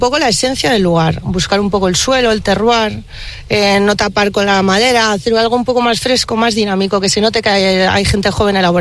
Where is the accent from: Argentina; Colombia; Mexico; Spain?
Spain; Burgos, Castile and León; moved away as an adult; also born or lived in San Sebastián; now in Sotillo, Spain; Yo soy de Burgos.